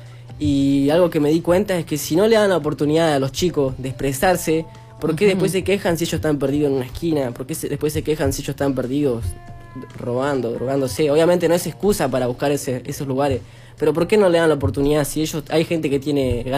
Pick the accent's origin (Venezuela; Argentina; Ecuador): Argentina; Es como los argentinos